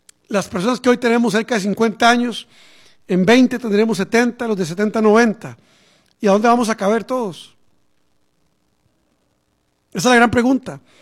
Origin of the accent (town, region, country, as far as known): Costa Rica